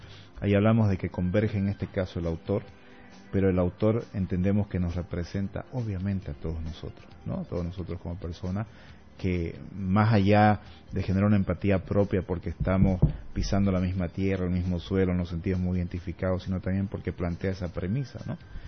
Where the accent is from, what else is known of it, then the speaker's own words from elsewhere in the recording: Santa Cruz, Bolivia; lo conservador que somos también como cruceños